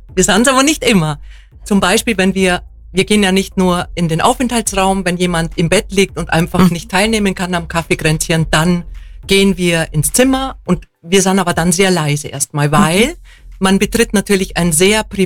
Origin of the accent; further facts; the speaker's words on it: Hohenried, Bavaria, Germany; moved away as an adult; now in Allgäu, Germany; ich komme aus Hohenried, aus dem Landkreis Aichach mit 130 Einwohnern. Na, 150 stand es mittlerweile. Ja. Und mich hat die Liebe ins Allgäu gezogen.